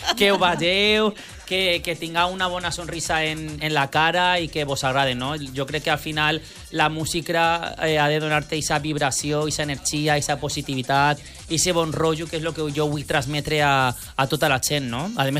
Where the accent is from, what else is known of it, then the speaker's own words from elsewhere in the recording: Valencia, Valencian Community, Spain; la meva terra, jo soc de València